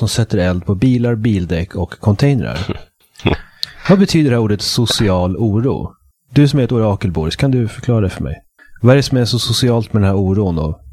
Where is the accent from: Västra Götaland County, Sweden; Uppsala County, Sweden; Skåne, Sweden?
Uppsala County, Sweden; Uppsala; gatan där jag växte upp, Granitvägen i Eriksberg, och jag växte upp på en liten tvärgata till Granitvägen. Mina föräldrar bor fortfarande där, och det är ett av de absolut lugnaste områdena i Uppsala.